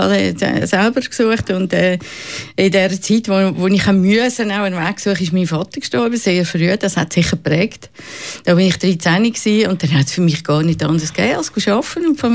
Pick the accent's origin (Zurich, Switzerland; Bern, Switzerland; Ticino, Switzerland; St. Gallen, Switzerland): Zurich, Switzerland; born there; ich bin eben 69, ich bin geboren im Zürcher Oberland.